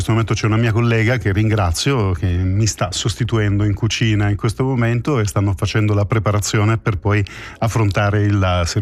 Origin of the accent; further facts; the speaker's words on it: Apulia, Italy; Io sono nato in Puglia, un piccolo paesino in provincia di Brindisi